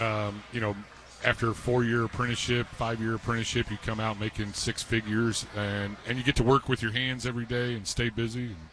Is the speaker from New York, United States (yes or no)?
no; New Palestine, Indiana, United States; I grew up in New Palestine.